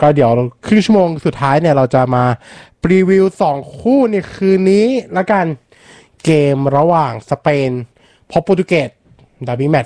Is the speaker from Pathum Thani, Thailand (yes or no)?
yes; Lam Luk Ka, Pathum Thani, Thailand; also born or lived in Min Buri, Bangkok; แล้วผมก็ไปโตที่ลำลูกากลายเป็นวัยรุ่นลำลูกาตอนนี